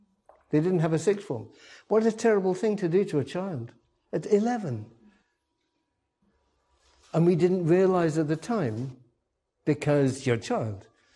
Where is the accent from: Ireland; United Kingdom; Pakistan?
United Kingdom; Midlands; I grew up in the Midlands, in the industrial part of Britain, England. My father was an electrician. He began his career, his life working in the coal mines where he learned the trade.